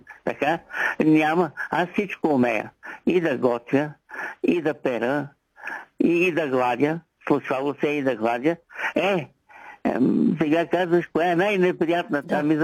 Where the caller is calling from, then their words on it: Vratsa, Vratsa Province, Bulgaria; съм от Враца.